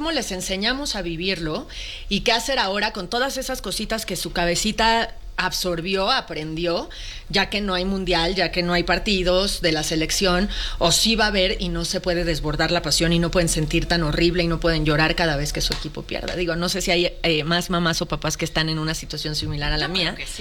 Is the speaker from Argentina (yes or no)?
no; Mexico; somos mexicanos